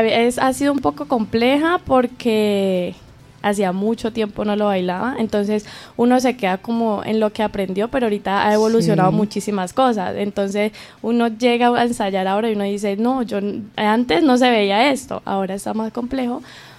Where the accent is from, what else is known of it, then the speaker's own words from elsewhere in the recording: Tarqui, Huila, Colombia; familias reconocidas acá en el municipio de Tarqui